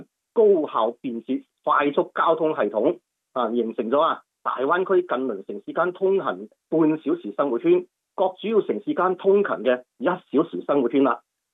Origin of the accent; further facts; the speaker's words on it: Guangzhou, Guangdong, China; 我是广州人的，